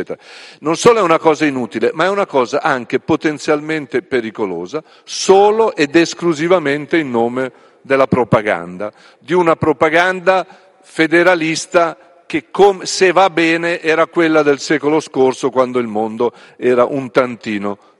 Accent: Lombardy, Italy; A cosa serve, lo dico da lombardo, questo spazio di autonomia al Veneto

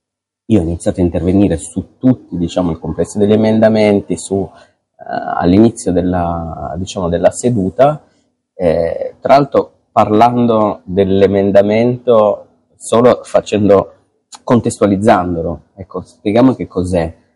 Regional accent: Turin, Piedmont, Italy; Io sono torinese, come sai, ma sono contento.

